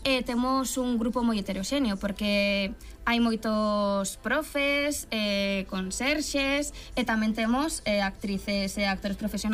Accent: Galicia, Spain; así que somos mulleres galegas

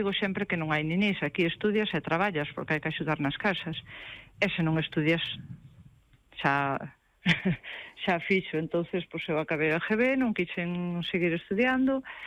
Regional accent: Arcos, Galicia, Spain; born or raised there

